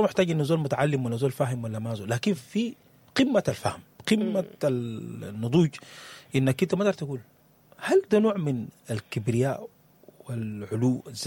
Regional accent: Sudan; البيئة اللي نشأنا فيها, يعني حتى اليوم في ثقافات كثيرة عندنا في السودان

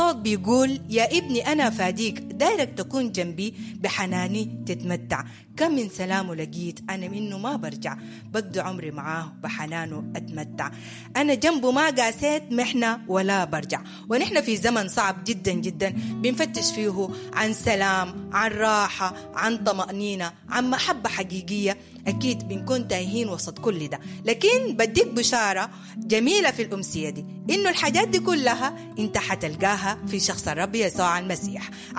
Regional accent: Sudan; بلدنا السودان

